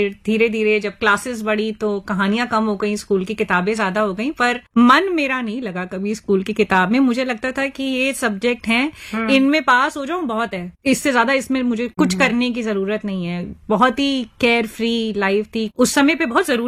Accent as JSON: {"language": "Hindi", "region": "Delhi", "country": "India", "tie": "born or raised there", "said": "मैं दिल्ली में ही पली बड़ी, सरोजनी नगर में ही पैदा हुई, आंख खुली, मेरी शादी भी वहीं से हुई"}